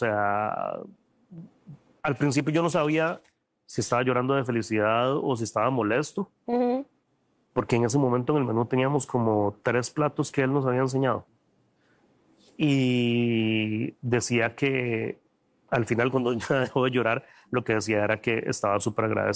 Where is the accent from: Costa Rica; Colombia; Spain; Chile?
Costa Rica; para nosotros como costarricenses